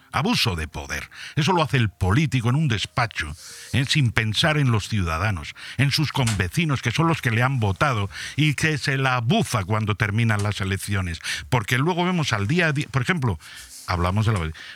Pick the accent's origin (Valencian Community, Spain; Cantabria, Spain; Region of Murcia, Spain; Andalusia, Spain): Valencian Community, Spain; Altea; Los que somos de Altea, que vivimos en Altea, y todos los de la comarca cuando venimos a Benidorm, nos crujen.